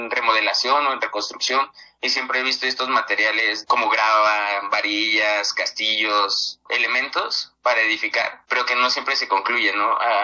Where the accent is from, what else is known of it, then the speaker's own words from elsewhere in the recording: Tláhuac, Mexico City, Mexico; now in Taxco, Mexico; Yo nací y crecí allá en Tláhuac, y ya después de ahí me vine aquí a estudiar a la Facultad de Artes, pero no en Xochimilco, me vine a Taxco